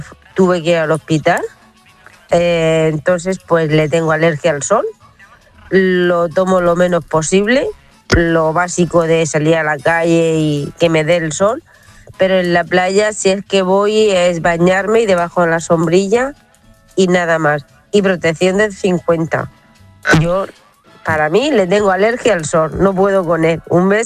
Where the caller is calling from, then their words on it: Orihuela, Valencian Community, Spain; de Orihuela.